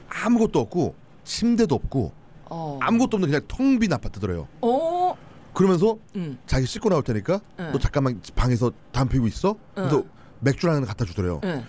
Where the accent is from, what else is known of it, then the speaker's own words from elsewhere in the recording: South Korea; 나는 한국 사람인 것만 기억해줘.